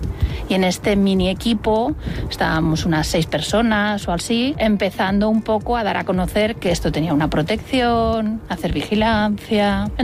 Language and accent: Spanish; Ibiza, Balearic Islands, Spain; born there; Yo soy nacida en Ibiza y por parte de mi madre, familia ibicenca, más o menos de Ibiza ciudad.